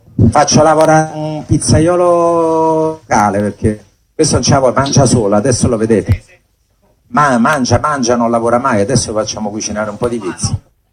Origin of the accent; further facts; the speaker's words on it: Naples, Campania, Italy; io non sono italiano, io sono napoletano, dico sempre